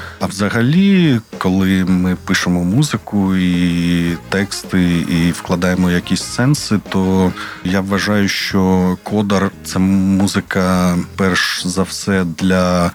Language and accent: Ukrainian; Kryvyi Rih, Dnipropetrovsk Oblast, Ukraine; born there; я і Олександр, мій співавтор, композитор, ми народилися в Кривому Розі